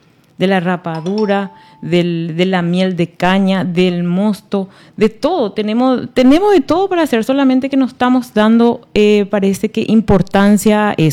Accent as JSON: {"language": "Spanish", "town": "Nueva Alborada", "region": "Itapúa", "country": "Paraguay", "said": "nosotros también aparte somos afectados de Yacineta. Yacineta nos debe muchísimo a nosotros, a los de Nueva Alborada"}